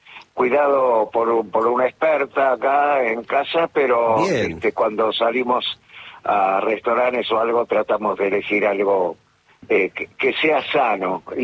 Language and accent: Spanish; Buenos Aires, Argentina; Nací en el barrio de Versalles